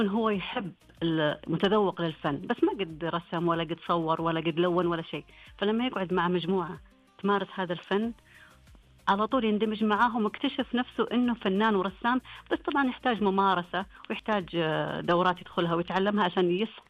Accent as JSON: {"language": "Arabic", "country": "Saudi Arabia", "said": "عندنا في السعودية بالذات أماكن كثيرة لا تعد ولا تحصى"}